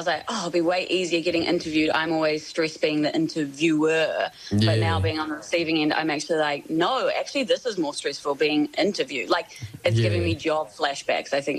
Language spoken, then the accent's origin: English; Morrinsville, Waikato, New Zealand; moved away; I grew up in a small town called Morrinsville. Yeah. You guys know it's just shy of Hamilton, real farmy town. So I did a lot of my schooling growing up there.